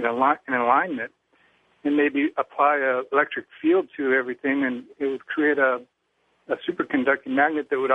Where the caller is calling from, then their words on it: Salinas, California, United States; I'm from Salinas, California.